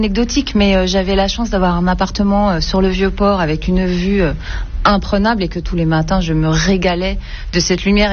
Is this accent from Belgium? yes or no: yes; Belgium; En tant que Belge, en tout cas, c'est vraiment un plaisir.